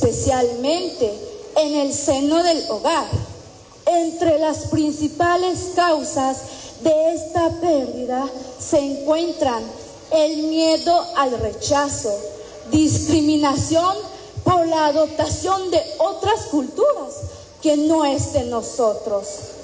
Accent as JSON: {"language": "Spanish", "town": "San Juan Chamelco", "region": "Alta Verapaz", "country": "Guatemala", "first_language": "Q'eqchi'", "second_language": "Spanish"}